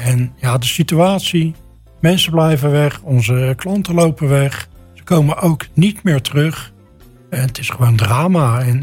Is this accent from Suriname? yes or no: no; Leiden, South Holland, Netherlands; Ik ben zelf geboren in Leiden. Ik woon mijn hele leven ook al in Leiden. Ik woon nu gelukkig in een buitenwijk.